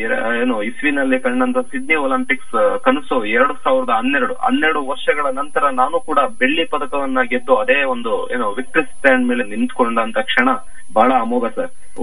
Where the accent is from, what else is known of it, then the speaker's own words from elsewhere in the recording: a small village in Hassan district, Karnataka, India; born there; ಅದರಲ್ಲೂ ಈ ತರ ಒಂದು ಹಾಸನ ಜಿಲ್ಲೆ ಒಂದು ಪುಟ್ಟ ಹಳ್ಳಿಯಿಂದ ಹುಟ್ಟಿದವರು ನಾವು